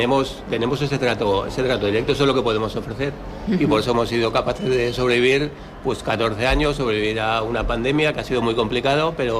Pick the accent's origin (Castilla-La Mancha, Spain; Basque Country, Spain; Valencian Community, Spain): Castilla-La Mancha, Spain; Guadalajara; Además, que si nosotros somos de Guadalajara, nos gusta sacar cosas personalizadas de Guadalajara.